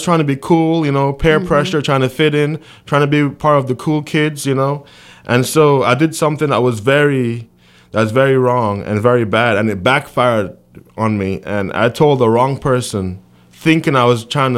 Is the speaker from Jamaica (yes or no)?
yes; Jamaica; born or raised there; moved away as an adult; now in United States